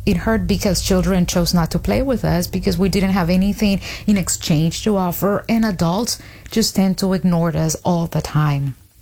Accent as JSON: {"language": "English", "country": "Honduras", "tie": "born or raised there", "said": "Yeah, so it was very harsh. I am the oldest of four kids, and my dad worked, you know, his whole life."}